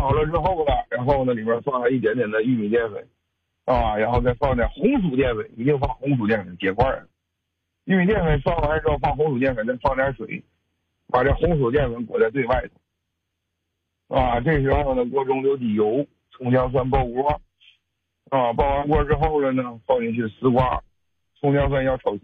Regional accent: Wafangdian, Liaoning, China; 你说我大连瓦房店，我家老家瓦房店的

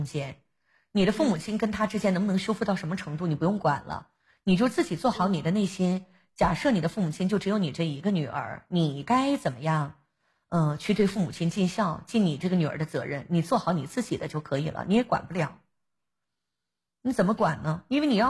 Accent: Northeast China, China; 我们东北有一个词

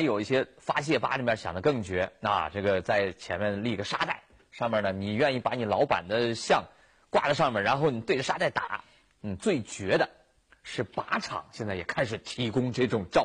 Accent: China; 可是为什么就没有其他人能够像李白这样，这么受到我们中国人的崇拜呢？

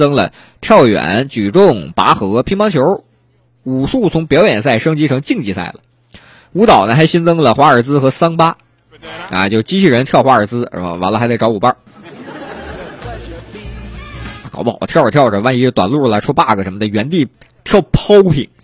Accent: Northeast China, China; accent: Northeastern; now in Hunan, China; 现在身边很多朋友都已经忘记了我是个东北人这件事了，虽然他们听口音还会想起来啊，但是因为我现在已经常年在这边生活了，定居了啊，天天吃着这个湖南菜，喝着湘江水

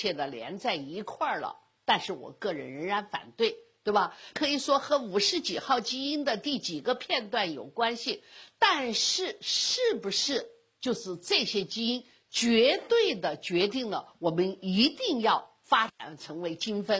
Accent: China

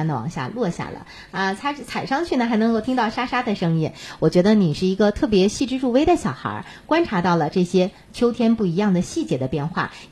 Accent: Zhangjiakou, Hebei, China

